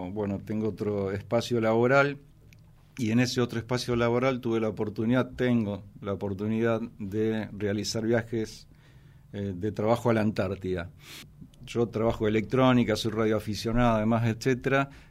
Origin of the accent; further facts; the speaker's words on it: Argentina; los trabajos que hacemos los argentinos